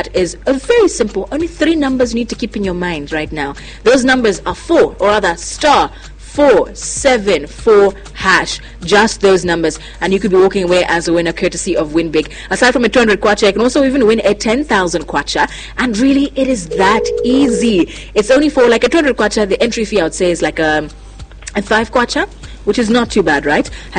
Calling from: Zambia; I'm calling from Winvic, Zambia.

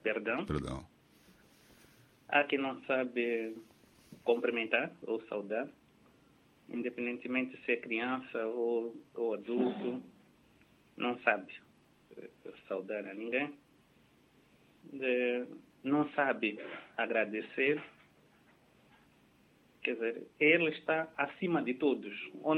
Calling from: Mocuba, Zambezia, Mozambique

